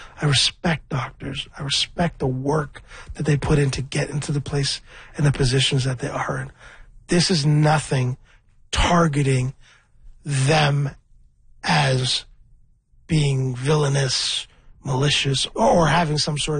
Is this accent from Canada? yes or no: yes; Scarborough, Ontario, Canada; I'm from Scarborough. I'm a rapper.